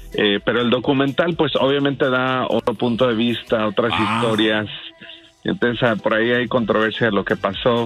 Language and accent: Spanish; San Diego, California, United States; also born or lived in Tijuana; En Tijuana hasta los 5 y después en San Diego.